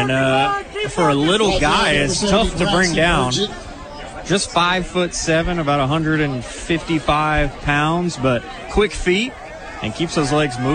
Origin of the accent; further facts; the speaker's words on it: Texarkana, Arkansas, United States; I grew up in Texarkana, Arkansas